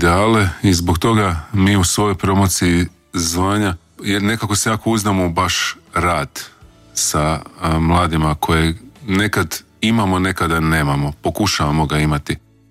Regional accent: Dalmatia, Croatia; ja sam porijeklom iz Dalmacije

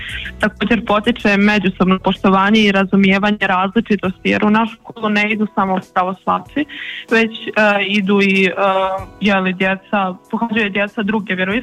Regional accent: Kostajnica, Republika Srpska, Bosnia & Herzegovina; now in Zagreb, Croatia; Inače, nisam iz Zagreba, nego sam iz Republike Srpske iz Kostenice.

